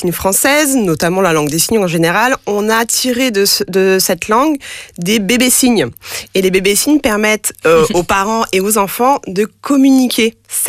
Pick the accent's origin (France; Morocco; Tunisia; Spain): France; first language French Sign Language